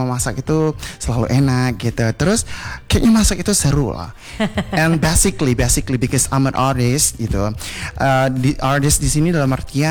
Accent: Pekanbaru, Riau, Indonesia; moved away; also born or lived in Batam; Aku aslinya sebenarnya dari Pekanbaru, specifically itu dari Kabupaten Siak.

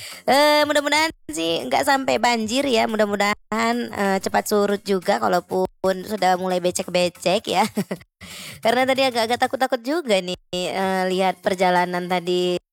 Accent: Medan, North Sumatra, Indonesia; karena kita orang Medan

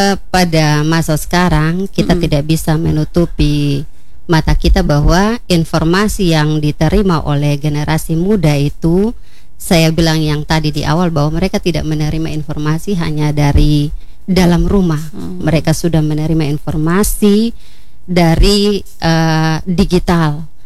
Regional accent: Malaka, East Nusa Tenggara, Indonesia; khususnya yang di Malaka dulu ya, karena saya dari Malaka.

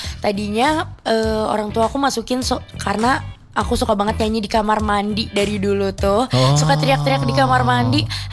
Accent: Depok, West Java, Indonesia; also born or lived in Jakarta; Aku anak Depok Cinere.

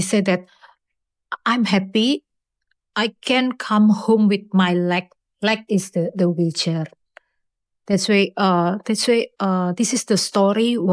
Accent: Semarang, Central Java, Indonesia; English is a second language; I'm from Semarang, right?

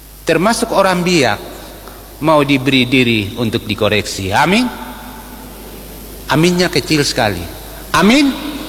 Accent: Biak, Papua, Indonesia; kita orang Biak

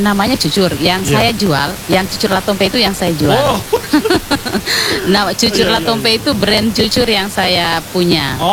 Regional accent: Latompe, Indonesia; born there; Jadi Latompe itu adalah desa kelahiran saya.

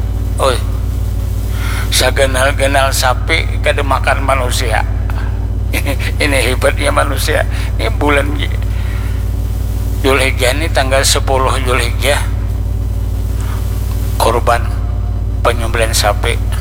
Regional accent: South Kalimantan, Indonesia; Ya bahasa kita orang Banjar, paharatnya tuh bang deh.

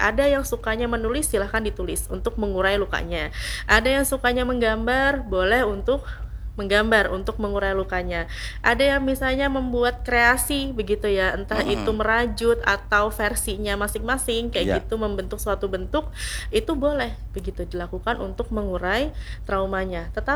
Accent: Banjar, South Kalimantan, Indonesia; kita orang Banjar

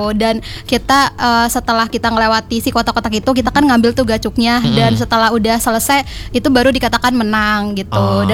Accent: Central Java, Indonesia; Aku orangnya Jawa Tengah. Aku asalnya dari Jawa Tengah.

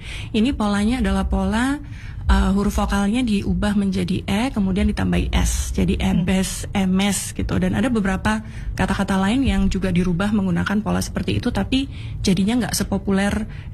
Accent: Java, Indonesia; kita tuh orang Jawa biasanya batu jadi mbatu, blitar jadi blitar gitu kan ya.

